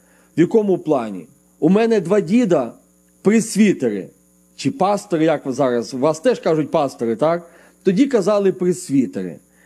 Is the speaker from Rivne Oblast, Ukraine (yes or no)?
yes; Rivne, Rivne Oblast, Ukraine; now in United States; Родом із Рівенщини, я сам з Рівного, і народився в Рівному.